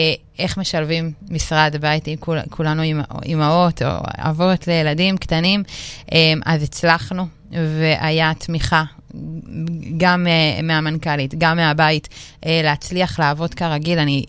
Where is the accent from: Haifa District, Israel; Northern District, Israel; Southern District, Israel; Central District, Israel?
Southern District, Israel; אני ככה מהנגב